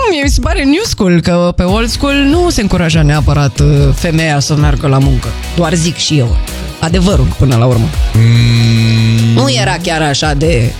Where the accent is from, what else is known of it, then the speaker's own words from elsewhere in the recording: Brașov, Brașov County, Romania; now in Bucharest, Romania; cum am venit eu de la Brașov, de exemplu, aici